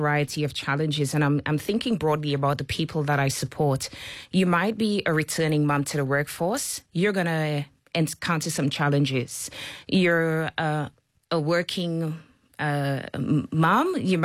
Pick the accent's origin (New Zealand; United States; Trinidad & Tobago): Trinidad & Tobago; moved away as an adult; now in Australia; And to be precise, I'm from Trinidad and Tobago